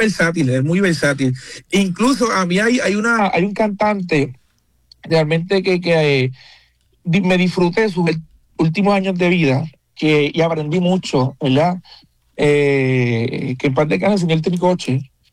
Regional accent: San Germán, Puerto Rico; yo soy de Puerto Rico, soy de un pueblito que se llama San Germán, como mencionaste, y no es que las oportunidades no sean iguales para todos o menos por ser de allí, pero es bien es al otro extremo de la capital de Puerto Rico

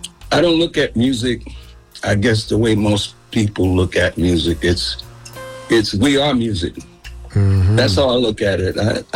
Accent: San Francisco, California, United States; also born or lived in New Orleans; I was part of the Panther Party growing up here in San Francisco when I came out here from New Orleans.

